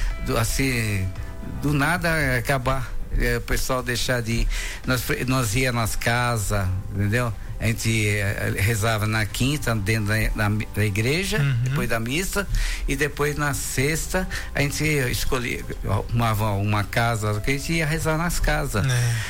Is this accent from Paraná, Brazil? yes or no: no; São Paulo, Brazil; moved away as an adult; now in Guaratinguetá, Brazil; faz 5 anos que eu tô aqui em Guaratinguetá, sou de São Paulo, né?